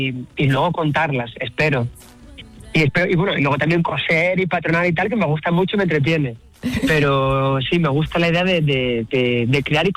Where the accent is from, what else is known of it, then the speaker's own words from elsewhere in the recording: Asturias, Spain; Tengo colecciones inspiradas en la mitología asturiana, en los colores de mi pueblo, de la naturaleza, incluso luchando con un problema que tenemos muy grande, que quieren construir una mina de oro horrorosa en mi pueblo